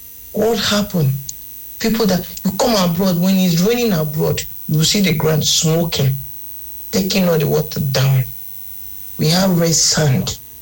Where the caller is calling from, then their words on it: Nigeria; I'm a Nigerian.